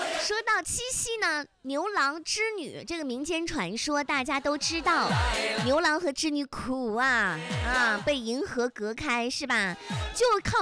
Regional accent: China

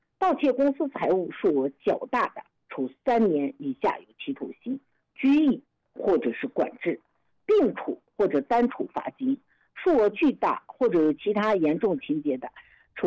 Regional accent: Inner Mongolia, China; 咱们内蒙古人

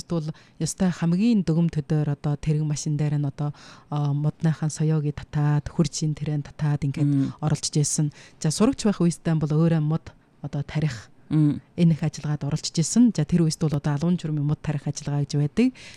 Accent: Ordos, Inner Mongolia, China; манай нутаг оронд хүрч ирээд ордос нутагт хүрч ирээд

